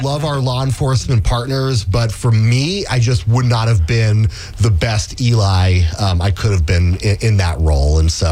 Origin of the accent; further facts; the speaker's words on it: Sebastopol, California, United States; So I grew up in Sebastopol. I'm a local Sonoma County, born and raised.